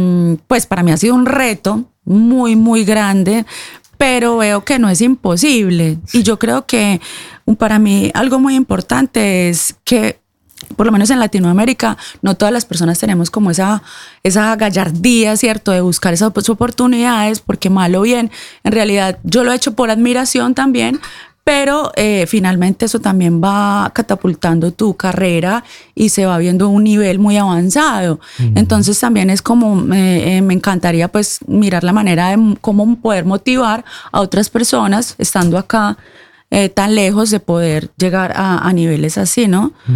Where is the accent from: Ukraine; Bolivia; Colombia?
Colombia; now in Norway